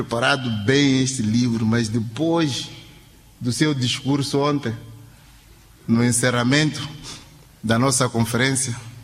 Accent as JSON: {"language": "Portuguese", "country": "Mozambique", "said": "mas falo como moçambicano"}